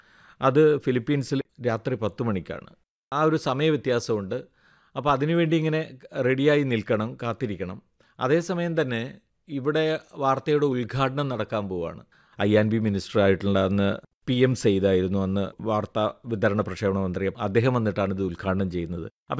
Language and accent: Malayalam; Ravaneeswaram, Kerala, India; moved away; ഞാനൊരു ഗ്രാമപ്രദേശത്തു നിന്നാണ് വരുന്നത്, രാവണീശ്വരം എന്ന് പറയുന്ന കാസർഗോഡ് ജില്ലയിലെ ഗ്രാമപ്രദേശത്ത്.